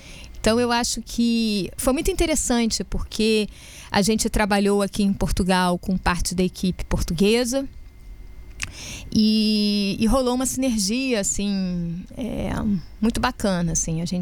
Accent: Rio de Janeiro, Brazil; also born or lived in Germany; Eu cheguei aqui, parecia que eu estava na minha cidade, onde eu nasci, no Rio de Janeiro.

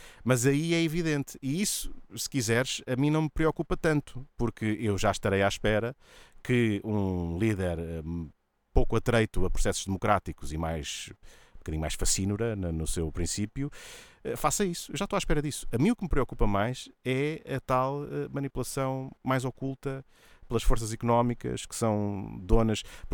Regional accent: Castelo Branco, Centro, Portugal; pessoal da minha zona, eu sou da Beira Baixa também, um é do Fundão, até de Penamacor, eu sou de Castelo Branco

